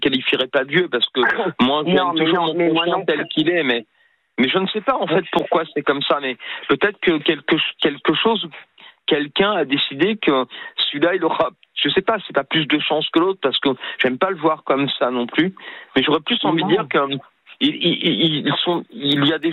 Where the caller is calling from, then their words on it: Brittany, France; moi, je suis un voyageur, mais je suis en Bretagne. Mais pas toujours en Bretagne.